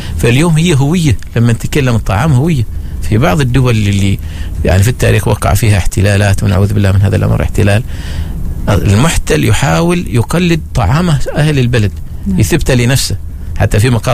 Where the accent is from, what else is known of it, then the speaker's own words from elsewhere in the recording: Oman; أنا اليوم لما أتكلم عن قاعدة السمت عندي في الضيافة كعماني تمر الحلوى مثلا